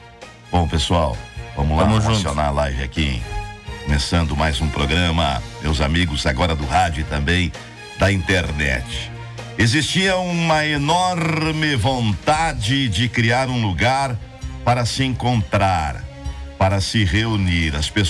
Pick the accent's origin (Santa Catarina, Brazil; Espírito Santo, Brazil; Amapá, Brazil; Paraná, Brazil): Santa Catarina, Brazil; Concórdia; Aqueles tradicionais do nosso interior de Concórdia